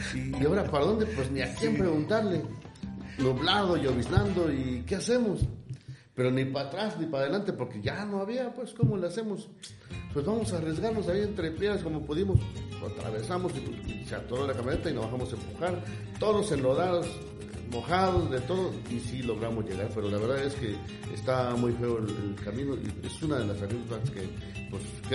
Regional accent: Ayutla Mixe, Oaxaca, Mexico; now in Oaxaca, Mexico; Yo soy originario de Ayutla Mije, vine a estudiar a la Escuela de Bellas Artes

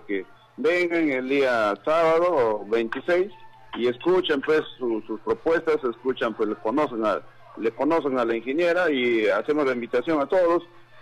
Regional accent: Peru; con la gente que vivimos acá, con la gente que somos de acá de Huaytía.

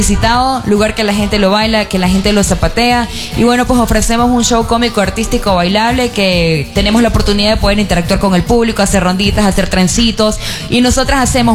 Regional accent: Manabí, Ecuador; also born or lived in Cuenca; te cuento que tengo una mezcla, de hecho. Soy 100%, 50% manaba y 50% acá de Cuenca.

